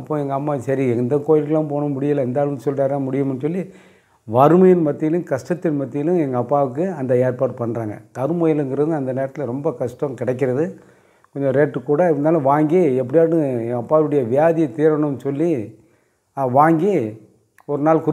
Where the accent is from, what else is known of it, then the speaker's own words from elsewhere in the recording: Tirunelveli district, Tamil Nadu, India; எனக்கு சொந்த ஊர் வந்து திருநெல்வேலி மாவட்டம் தாளையத்து பக்கத்தில் பாலாமடங்கிற ஒரு சின்ன கிராமம், தாமிரபரணி ஆற்று ஓரத்தில் இருக்குது. நல்ல விவசாயம் செய்யக்கூடிய இடம். அங்கே தான் நான் பிறந்து வளர்ந்தது.